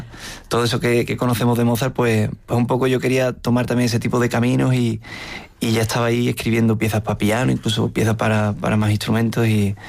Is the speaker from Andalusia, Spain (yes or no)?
yes; Utrera, Andalusia, Spain; Yo no me voy a imaginar que en Los Ángeles, Las Vegas, va a salir nominado este disco dedicado a mi tierra.